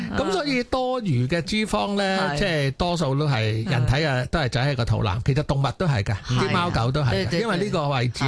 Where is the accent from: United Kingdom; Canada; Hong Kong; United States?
Hong Kong; 咁但係如果你跑完之后你食返一个我哋香港人好鍾意嗰啲餐蛋面